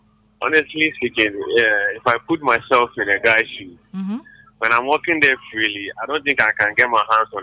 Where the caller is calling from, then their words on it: Nigeria; I'm calling from Nigeria.